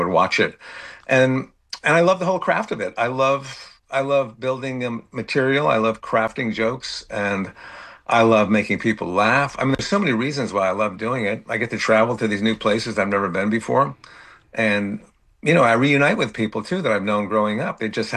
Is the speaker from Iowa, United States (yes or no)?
no; Bridgeport, Connecticut, United States; but I grew up in Connecticut, Bridgeport, Connecticut, so I'm an East Coast guy.